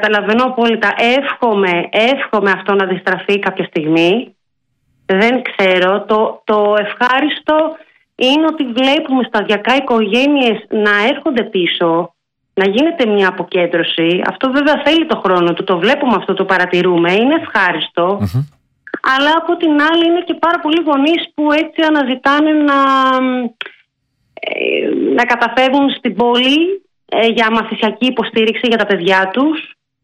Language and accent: Greek; Sparta, Peloponnese, Greece; born there; now in Karytaina, Greece; Κατάγομαι από Σπάρτη.